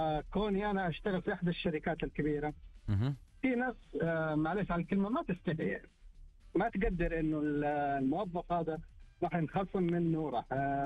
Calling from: Jazan, Jazan Province, Saudi Arabia

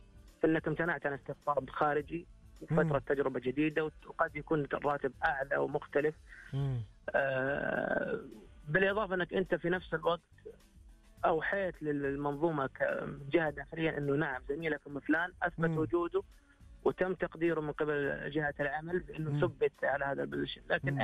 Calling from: Khobar, Eastern Province, Saudi Arabia

